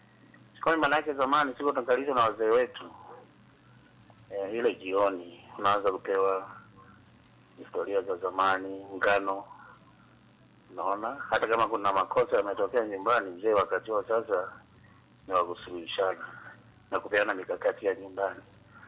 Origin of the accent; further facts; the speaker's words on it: Tanzania; Mimi ni Msukuma bwana Mr. P. Sisi wakati tunakuwa miaka ile uwezo ka pewa posa au kuruhusiwa kuwa kama hujajenga nyumba, tunaitaga sisi kwa lugha ya Kisukuma maji.